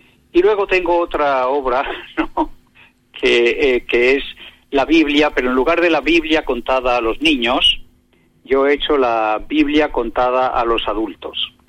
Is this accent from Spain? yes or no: yes; Fuente el Sol, Castile and León, Spain; also born or lived in United States; now in Medina del Campo, Spain; soy un inmigrante en Medina porque yo vengo de un pueblo muy pequeño cerca de Medina, de Fuente del Sol.